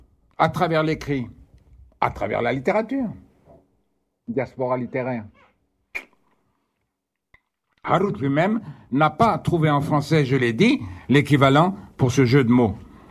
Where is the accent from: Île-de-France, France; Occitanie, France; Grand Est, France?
Île-de-France, France; Paris; Au fond, moi je suis né à Paris, hein. J'ai grandi à Paris.